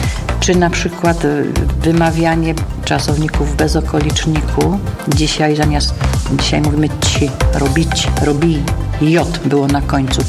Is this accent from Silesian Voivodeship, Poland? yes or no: yes; Soła Valley, Silesian Voivodeship, Poland; bo ja jestem z Doliny Soły, ona była bardziej ze wschodu. Takie właśnie mówienie na, tak się mówi, że tu w rejonie Koszaraby wszystko mówią na o, robio, bydo. U nas się mówi w Dolinie Soły bydę